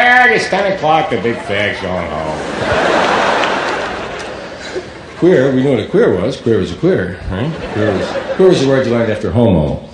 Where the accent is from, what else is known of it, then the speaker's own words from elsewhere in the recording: New York, United States; side, Harlem. And we'd call our little neighborhood White Harlem, because it sounded bad, you know? Where are you from? White Harlem. Hey. Sound tough, sound down. The real name was Morningside Heights.